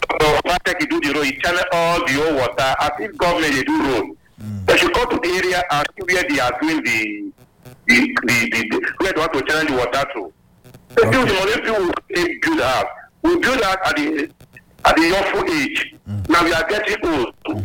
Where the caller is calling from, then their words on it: Ugbo, Nigeria; I'm calling from Ugbo.